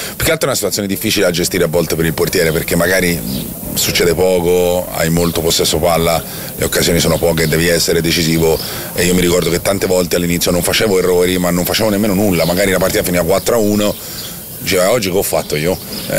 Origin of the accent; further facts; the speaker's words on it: Florence, Tuscany, Italy; born there; sono nato a Firenze